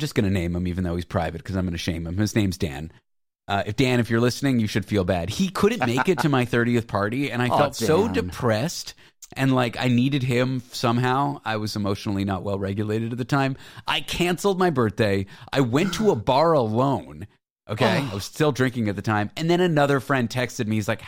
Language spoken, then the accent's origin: English; Toronto, Ontario, Canada; I grew up in Toronto going to the Sky Dome.